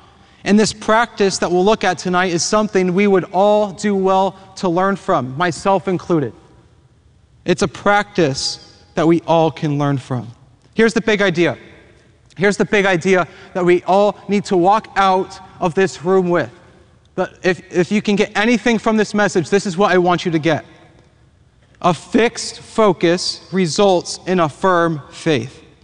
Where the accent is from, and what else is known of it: Las Vegas, Nevada, United States; born or raised there